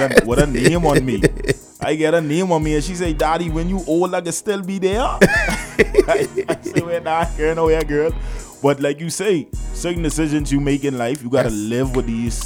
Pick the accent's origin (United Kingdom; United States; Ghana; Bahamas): Bahamas; Nassau, New Providence; born there; also born or lived in Family Islands; Growing up in Pinewood Gardens